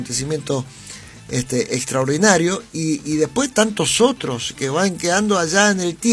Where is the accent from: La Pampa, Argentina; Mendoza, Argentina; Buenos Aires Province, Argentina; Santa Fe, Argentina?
Mendoza, Argentina